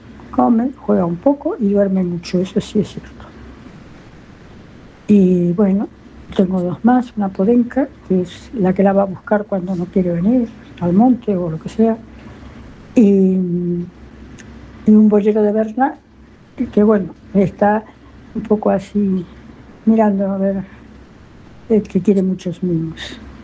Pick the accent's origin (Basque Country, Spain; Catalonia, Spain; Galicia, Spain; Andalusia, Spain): Galicia, Spain